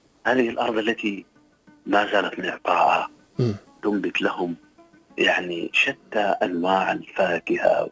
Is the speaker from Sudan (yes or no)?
yes; Sudan; زرعنا في أرض السودان حجر سينبت شجر. فتربينا في هذه البيئة الخصبة